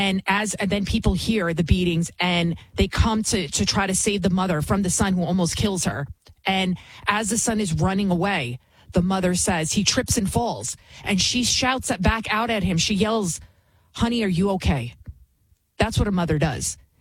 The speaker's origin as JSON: {"language": "English", "town": "New York City", "region": "New York", "country": "United States", "said": "You can tell I'm from the Bronx, right?"}